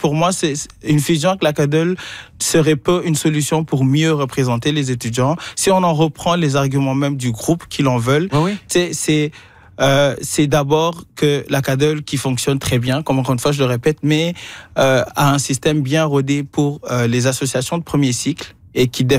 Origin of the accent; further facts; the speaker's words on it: Paris, Île-de-France, France; moved away; moi, je viens de Paris. Fait comme okay. à ce moment, j'étais à Paris